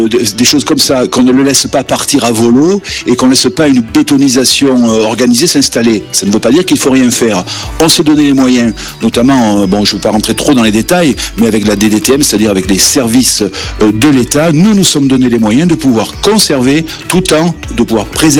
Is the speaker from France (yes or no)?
yes; Saint-Tropez, Provence-Alpes-Côte d'Azur, France; moi je suis né à Saint-Tropez, je suis un enfant du pays